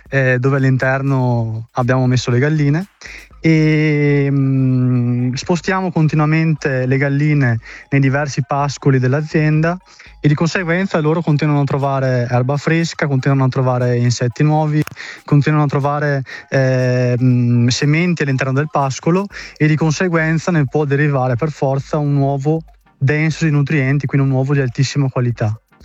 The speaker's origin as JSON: {"language": "Italian", "town": "Badia Calavena", "region": "Veneto", "country": "Italy", "said": "Io sono di Badia Calavena."}